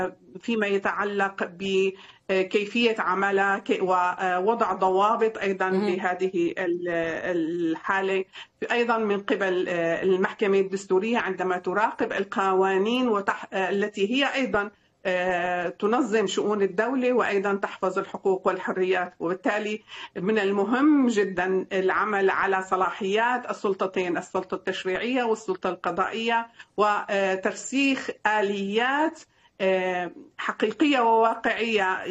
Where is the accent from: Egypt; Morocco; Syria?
Syria